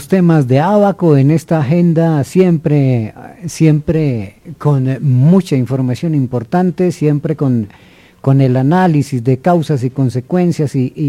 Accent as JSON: {"language": "Spanish", "region": "Huila", "country": "Colombia", "tie": "born or raised there", "said": "yo como mi infancia la viví en el Huila"}